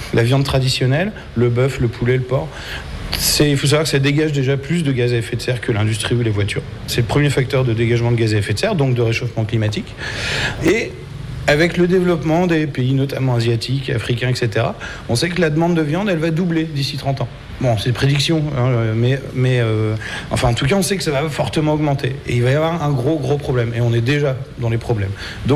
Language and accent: French; France; now in Cambodia; nous on est français.